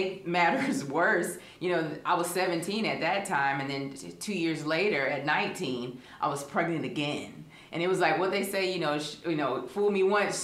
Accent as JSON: {"language": "English", "town": "Augusta", "region": "Georgia", "country": "United States", "tie": "born or raised there", "said": "Well, I grew up in Augusta, Georgia, daughter of a pastor and a wonderful wife."}